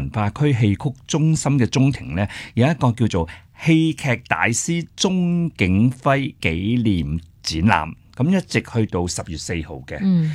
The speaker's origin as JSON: {"language": "Cantonese", "country": "Hong Kong", "said": "我哋香港人"}